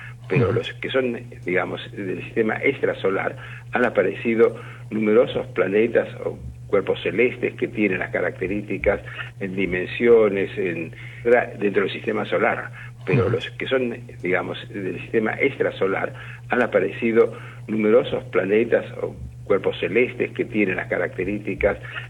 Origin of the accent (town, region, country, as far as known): Argentina